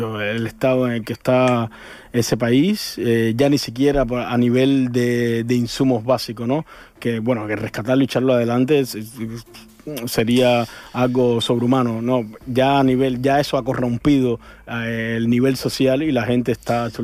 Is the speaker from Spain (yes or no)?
no; Cuba; moved away as an adult